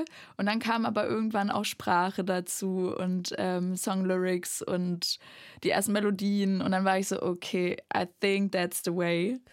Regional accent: Erfurt, Thuringia, Germany; born or raised there; moved away; also born or lived in Weimar

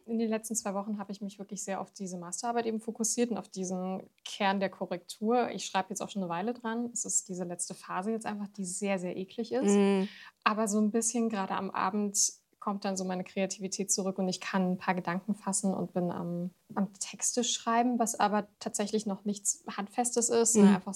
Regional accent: Erfurt, Thuringia, Germany; Ich komme aus Erfurt und bin auch immer noch in Erfurt zu Hause

